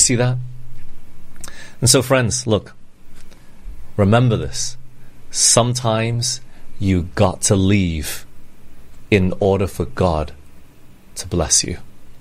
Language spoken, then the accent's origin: English; Australia; also born or lived in Singapore / Malaysia / England; I grew up in Australia for 10 years. It's not all my life. I've jumped around. I was born in Singapore. Then we moved to Malaysia for 2 years. And we went to England for 5 years.